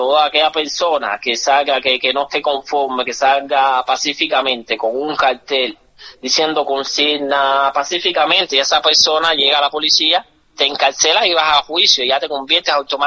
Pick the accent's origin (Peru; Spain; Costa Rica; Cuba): Cuba